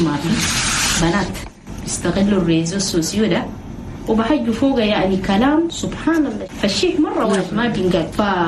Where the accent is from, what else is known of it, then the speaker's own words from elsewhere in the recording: Chad; بلدنا تشاد